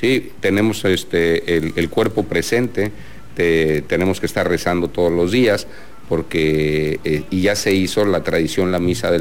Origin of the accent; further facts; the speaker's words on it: Mexico City, Mexico; now in Villahermosa, Mexico; yo vengo de la Ciudad de México hace muchos años, y la cultura en la Ciudad de México, en una ciudad con tanta gente, en una ciudad con tanta contaminación